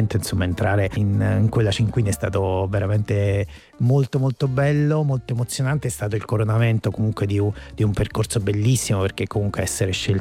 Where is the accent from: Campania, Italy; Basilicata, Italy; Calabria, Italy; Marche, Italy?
Campania, Italy; Caserta; Però io alla fine sono di Caserta, e evidentemente questa roba doveva tornare in qualche modo